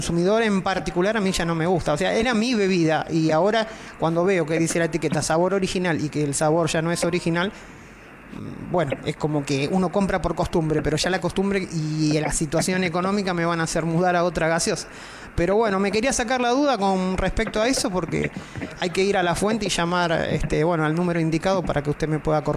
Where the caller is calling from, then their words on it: Marcos Paz, Buenos Aires Province, Argentina; Yo me comunico de Marcos Paz, provincia de Buenos Aires.